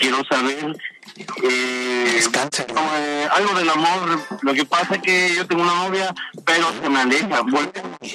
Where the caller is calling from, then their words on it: Veracruz, Mexico